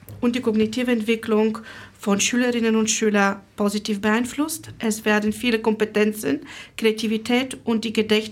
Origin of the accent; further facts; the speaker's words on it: Bulgaria; now in Berlin, Germany; ich komme aus Bulgarien und lebe seit 23 Jahren in Berlin.